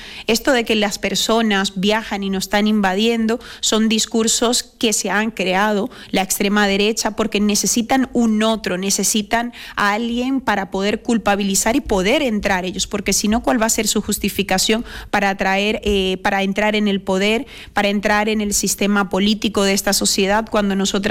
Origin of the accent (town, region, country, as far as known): Venezuela; moved away